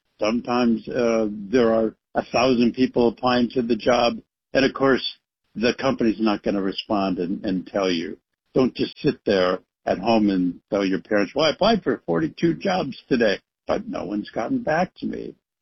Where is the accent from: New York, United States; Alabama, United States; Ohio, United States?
Ohio, United States; Akron; In my hometown, LeBron James in Akron, Ohio